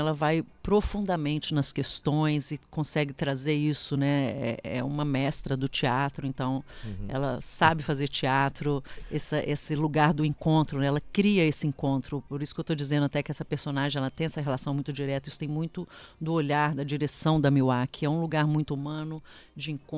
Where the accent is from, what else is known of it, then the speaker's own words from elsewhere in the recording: Belo Horizonte, Minas Gerais, Brazil; Belo Horizonte, que é de onde eu venho